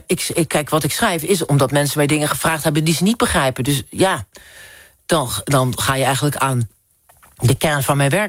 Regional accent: Drenthe, Netherlands; ik kom uit Drenthe, dus daar waren ook de paardenmarkten en de veemarkten en dat soort dingen.

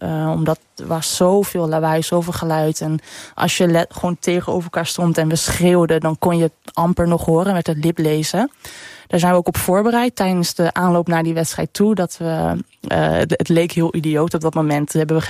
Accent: Netherlands

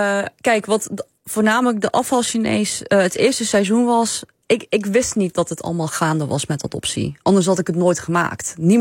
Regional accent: Zeeland, Netherlands; moved away as an adult; also born or lived in China; Ik vluchtte van Zeeland zo snel mogelijk naar Groningen en ik liet mijn vader daar alleen achter.

